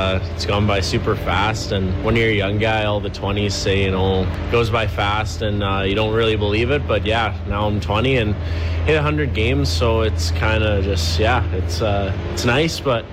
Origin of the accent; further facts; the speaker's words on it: Edmonton, Alberta, Canada; now in Kindersley, Canada; It's a lot closer to home, too. I'm from Edmonton, so it's only about 4 hours.